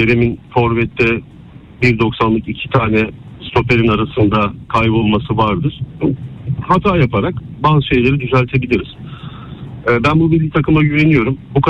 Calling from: Istanbul, Turkey; ben İstanbul'dan arıyorum.

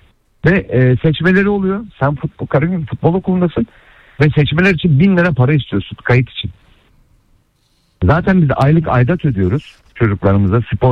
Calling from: Istanbul, Turkey; ben İstanbul'dan.

